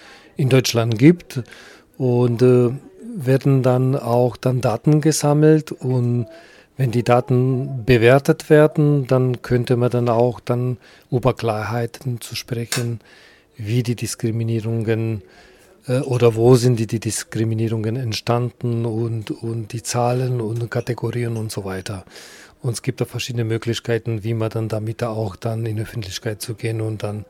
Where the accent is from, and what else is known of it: North Macedonia; born or raised there; now in Germany